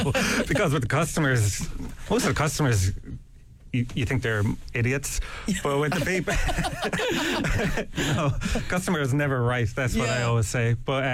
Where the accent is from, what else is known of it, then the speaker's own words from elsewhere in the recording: Tralee, County Kerry, Ireland; I used to think, because I'm from Kerry.